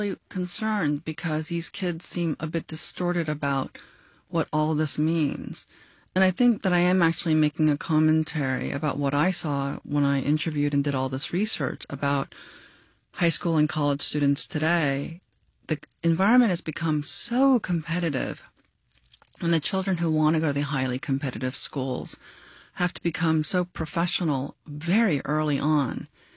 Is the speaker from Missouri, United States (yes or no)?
no; New York, United States; born or raised there